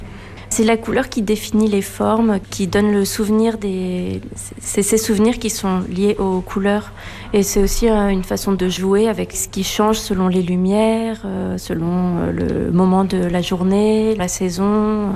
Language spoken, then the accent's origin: French; France; moved away as an adult; also born or lived in Brussels; Je suis française, ouais. J'ai habité à Bruxelles pendant 17 ans et je suis retournée en France